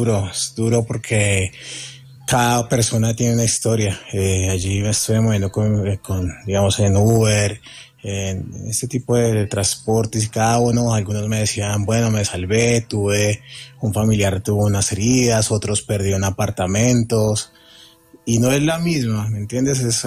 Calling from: Bogotá, Colombia

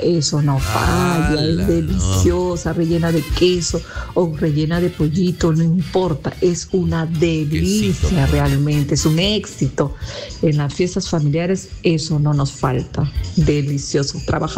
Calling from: northern Peru, Peru; como buenos norteños que somos

